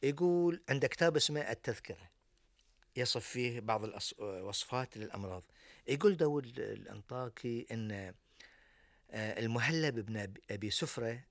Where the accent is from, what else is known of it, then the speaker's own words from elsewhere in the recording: Bahrain; إحنا كبحرينيين